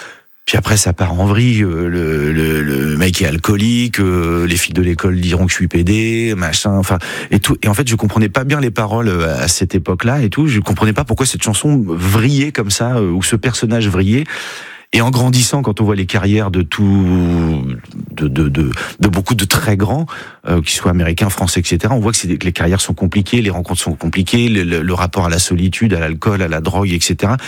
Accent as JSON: {"language": "French", "town": "Saint-Étienne-du-Rouvray", "region": "Normandy", "country": "France", "tie": "born or raised there", "also_born_or_lived": "Mont-Saint-Aignan", "said": "Oui, je suis né à Mont-Saint-Aignan et j'ai grandi à Saint-Étienne-du-Rouvray."}